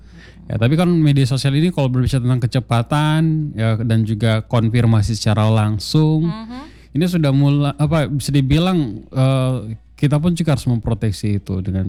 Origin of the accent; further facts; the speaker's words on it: Toraja, South Sulawesi, Indonesia; moved away; kalau saya sih Toraja ya